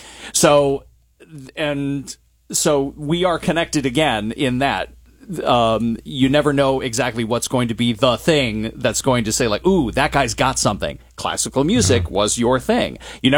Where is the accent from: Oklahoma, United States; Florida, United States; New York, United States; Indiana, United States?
New York, United States; Binghamton; my hometown of Binghamton, New York